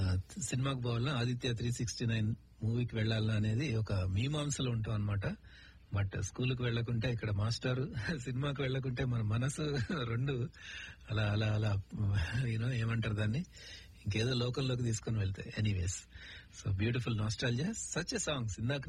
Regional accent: Khammam, Telangana, India; మాది ఖమ్మంలో సుందర్ టాకీస్ అని ఒకటి ఉండేదండి, సుందర్.

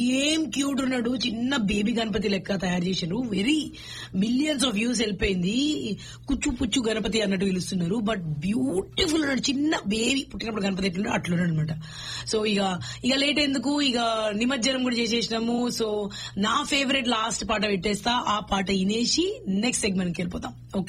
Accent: Hyderabad, Telangana, India; moved away

